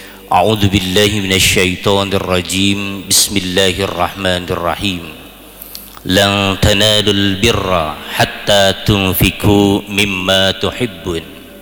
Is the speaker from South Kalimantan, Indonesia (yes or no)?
no; Bandung, West Java, Indonesia; saya dari Bandung, yang tentu ini adalah kali pertama saya menginjakan di Aceh